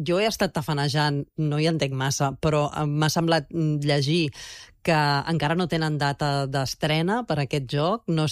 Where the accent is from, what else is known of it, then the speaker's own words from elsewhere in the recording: Catalonia, Spain; És que com som els catalans, eh?